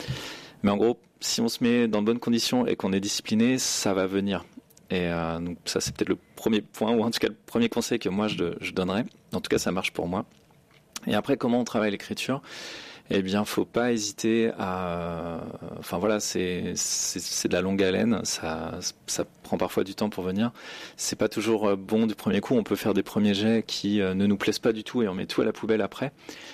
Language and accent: French; Niort, Nouvelle-Aquitaine, France; moved away; moi, je suis originaire de Niort. D'ailleurs, je suis revenu, j'habite aujourd'hui encore dans les Deux-Sèvres.